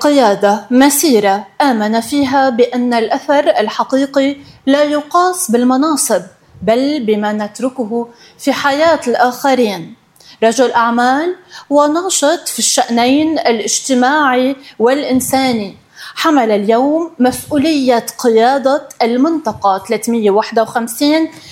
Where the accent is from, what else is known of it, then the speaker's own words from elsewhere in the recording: North Governorate, Lebanon; أنا كمان ابنة الشمال يعني